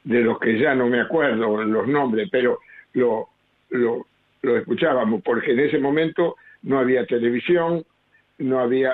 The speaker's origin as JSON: {"language": "Spanish", "town": "Junín", "region": "Buenos Aires Province", "country": "Argentina", "said": "De Junín, provincia de Buenos"}